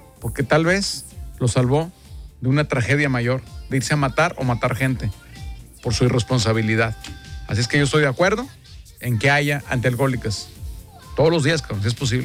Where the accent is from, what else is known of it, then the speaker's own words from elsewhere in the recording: Mexico; Así somos los mexicanos, nos quema el dinero las manos